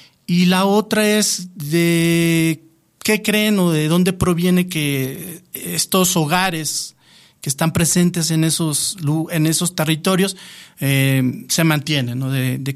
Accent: Tenancingo, State of Mexico, Mexico; born there; moved away; también procuro mandar un saludo a mi tierra, Tenancingo, Estado de México

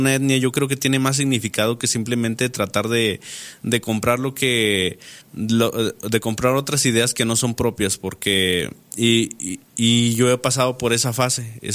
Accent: Wixárika territory, Mexico; traemos esa descendencia muy marcada, y no por el simple hecho de hablar el idioma significa que seamos wirras

